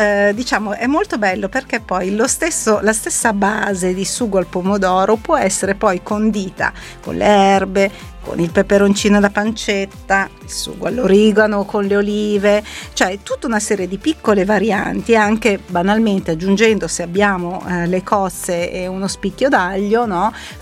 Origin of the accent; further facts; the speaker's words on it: Milan, Lombardy, Italy; noi che siamo di Milano